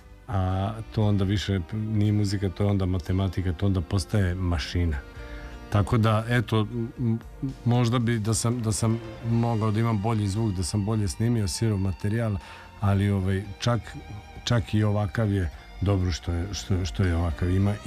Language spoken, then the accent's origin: Serbian; Vojvodina, Serbia; ja bih rekao kod nas gore u Vojvodini, ja bih rekao njojzi.